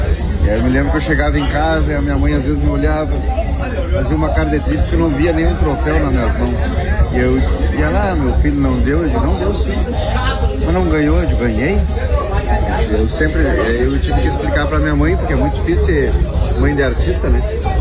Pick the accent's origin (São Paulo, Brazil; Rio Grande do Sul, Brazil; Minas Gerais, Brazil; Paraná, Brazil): Rio Grande do Sul, Brazil; Bagé; Sou de Bagé.